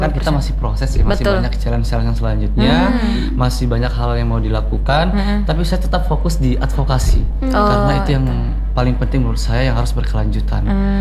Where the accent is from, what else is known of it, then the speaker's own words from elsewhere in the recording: Takalar, South Sulawesi, Indonesia; Nah, di hari kemerdekaan itu saya dari Kabupaten Takalar.